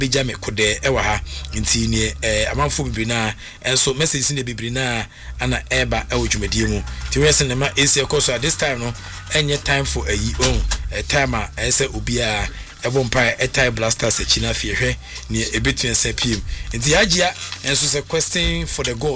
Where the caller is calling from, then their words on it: Okwampa, Ghana; Good evening and … from Okwampa.